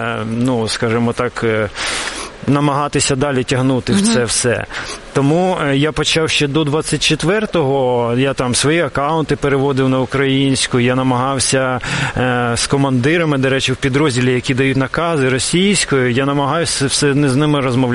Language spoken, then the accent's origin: Ukrainian; Kyiv, Ukraine; first language Russian; Ukrainian is a second language; я корінний киянин, і у нас так прийнято, що, в принципі, тут багато російськомовних контингент, наше місто. От, і проростав я серед людей, які більш російськомовні